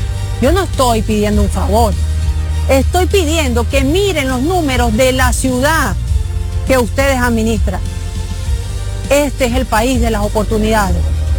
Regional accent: Venezuela; now in United States; En una ciudad donde más del 70% de la gente nació fuera de Estados Unidos, donde más de un tercio somos venezolanos, hoy mi gente tiene miedo de salir a la calle.

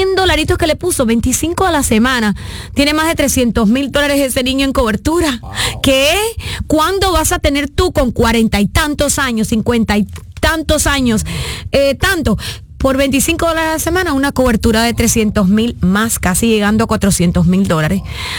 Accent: Cuba; soy una cubana de corazón internacional, pero estos traumas de niña jamás se me olvidarán.

